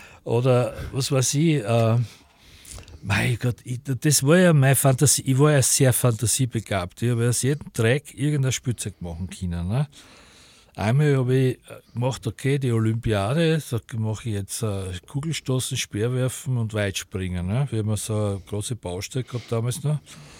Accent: Wagna, Styria, Austria; Flavia Solber direkt. Also das ist Wagner bei Leibniz und Flavia Solber ist dort gleich die Ausgrabung

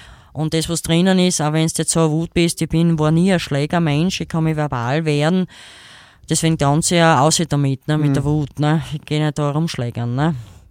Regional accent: Carinthia, Austria; born there; Ja, ich bin ja gebürtiger Kärntner, ich bin ja kein Grazer.

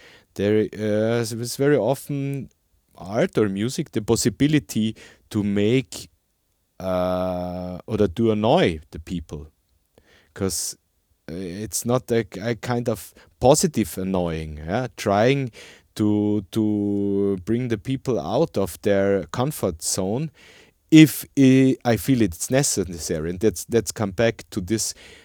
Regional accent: Austria; English is a second language; if it's my home country

